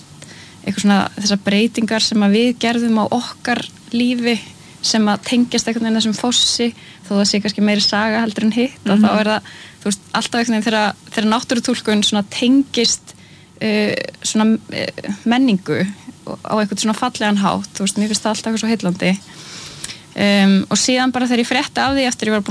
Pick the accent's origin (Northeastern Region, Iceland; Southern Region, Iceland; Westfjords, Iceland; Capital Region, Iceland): Northeastern Region, Iceland; Laugar; ólst upp á laugum í Reykjadal í svona frekar svona grónu og hlýju svæði og þetta fljóta alltaf þarna nálægt